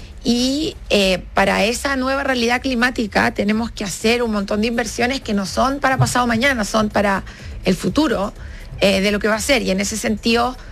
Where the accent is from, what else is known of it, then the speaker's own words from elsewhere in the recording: Cajón del Maipo, Santiago Metropolitan Region, Chile; yo, por ejemplo, crecí en el Cajón del Maipo